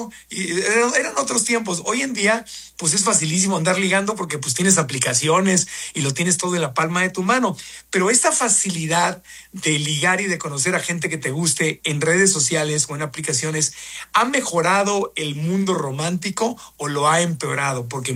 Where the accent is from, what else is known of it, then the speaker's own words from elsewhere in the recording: Mexico; un tema que nosotros hemos querido simplemente como mexicanos ayudar y apoyar